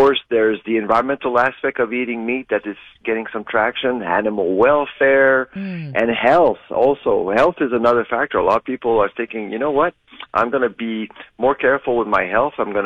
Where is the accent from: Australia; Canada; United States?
Canada; Quebec; I'm from Quebec